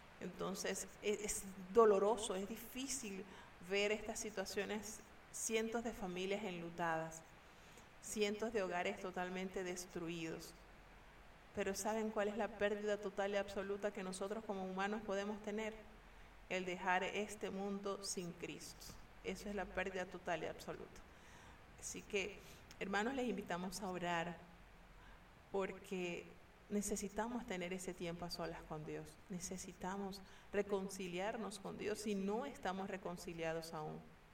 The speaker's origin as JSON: {"language": "Spanish", "country": "Venezuela", "moved": "as an adult", "lives_now": "Panama", "said": "yo soy venezolana. Yo tengo ya 10 años viviendo acá en Panamá, pero soy venezolana, mis padres son venezolanos, todos mis hermanos, somos 7 hermanos, los 6 hermanos están allá en Venezuela."}